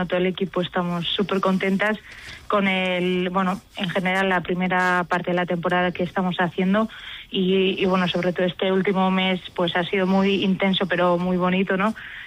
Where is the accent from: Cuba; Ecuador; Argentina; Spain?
Spain; Zarautz, Basque Country; la primera etapa salía y acababa en Zarautz, en mi pueblo.